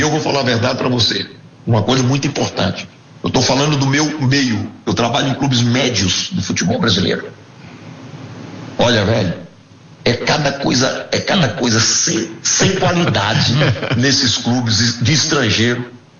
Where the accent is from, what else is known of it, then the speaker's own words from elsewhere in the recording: Brazil; eu como brasileiro